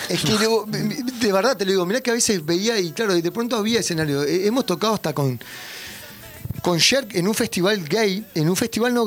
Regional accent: Uruguay; yo era siempre fui muy uruguayo, muy patriota

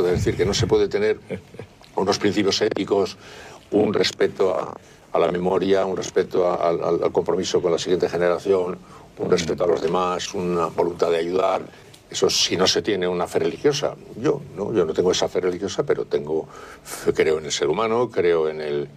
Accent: Spain; No creo en Dios. Pero no creo en Dios, pero soy español.

